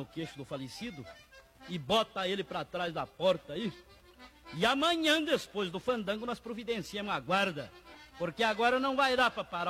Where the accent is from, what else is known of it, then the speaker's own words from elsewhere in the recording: Encruzilhada do Sul, Rio Grande do Sul, Brazil; E como eu sou gaúcho muito patriota, sou lá de Encruzilhada do Sul